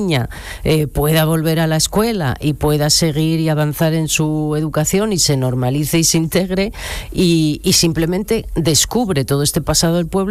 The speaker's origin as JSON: {"language": "Spanish", "town": "Bilbao", "region": "Basque Country", "country": "Spain", "said": "Yo soy de Bilbao, ¿eh?"}